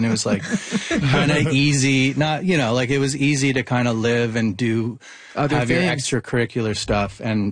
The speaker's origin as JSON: {"language": "English", "town": "Toronto", "region": "Ontario", "country": "Canada", "tie": "born or raised there", "also_born_or_lived": "Montreal", "moved": "as an adult", "said": "I grew up in Toronto and moved to Montreal from McGill"}